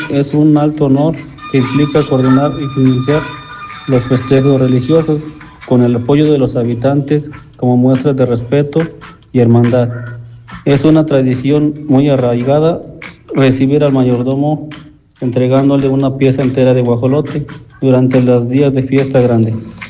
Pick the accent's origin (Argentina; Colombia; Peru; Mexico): Mexico; Puebla; las tradiciones de mi pueblo. Las tradiciones de Coyuca de Andrade